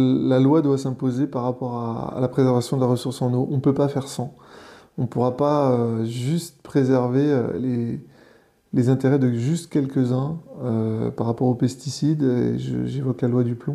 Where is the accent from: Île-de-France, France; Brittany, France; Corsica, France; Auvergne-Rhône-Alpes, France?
Brittany, France; je suis originaire du Pays de Fougères.